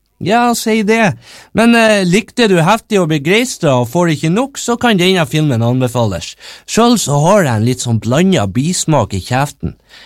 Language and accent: Swedish; Norrland, Sweden; jag är kanske inhabil siden jag är norrlänning, lagar lokalrevy en gång i året, kommer ifrån en liten plats och är av och till i hemlängsel.